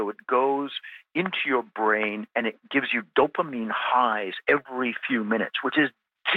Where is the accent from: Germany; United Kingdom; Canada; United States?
Canada; it boggles my mind as a Canadian why, when we legalized sports gambling a couple of years ago, why we just didn't take half an hour to just amend our criminal code